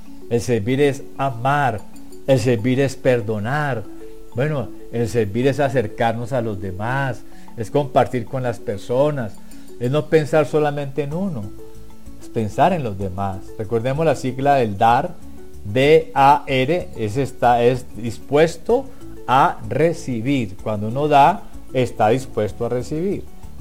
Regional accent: Colombia; Bueno, en mi tierra, en Colombia, hay habitantes de calle

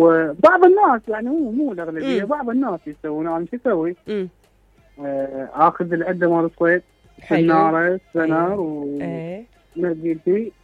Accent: Nasiriyah, Dhi Qar, Iraq; عن الناصرية.

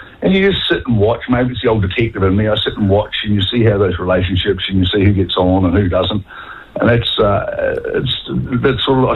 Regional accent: West Coast, New Zealand; now in Wellington, New Zealand; I grew up on the West Coast, as you mentioned, and I used to go hunting and tramping up rivers.

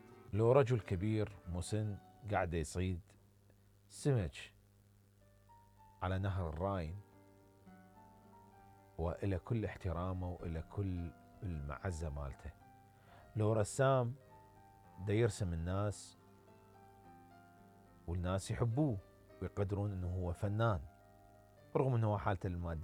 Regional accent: Iraq; moved away

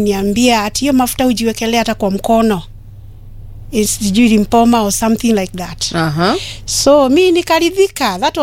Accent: Githunguri, Kiambu County, Kenya; born there; mzariwa wa Kiambu, Githunguri, at a small village called Gateiguro, that is in Komothai location. Brought up in a family of 9.

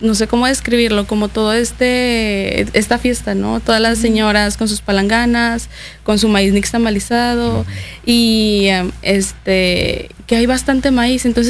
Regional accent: Coahuila, Mexico; now in Yucatán, Mexico; Soy de Coahuila

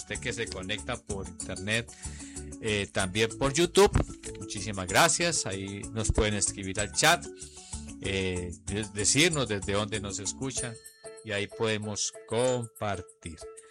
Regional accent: Colombia; now in Valle del Cauca, Colombia

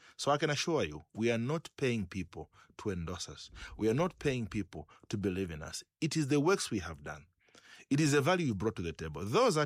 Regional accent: Chingola, Copperbelt, Zambia; I come from Chingola.

